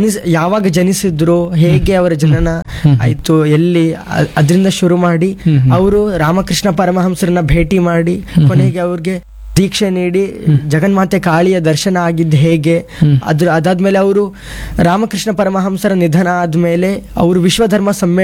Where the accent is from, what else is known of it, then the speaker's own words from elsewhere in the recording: Hanumanalu, Karnataka, India; ಊರು ಇಲ್ಲೇ, ಇಲ್ಲಿಂದ 1/2 ಇಲ್ಲಿಂದ 25 ಇದೆ, ಬನ್ನೂರು ಅಂತ. ಬನ್ನೂರು ಹತ್ರ ಹನುಮನಾಳು ನಮ್ಮೂರು.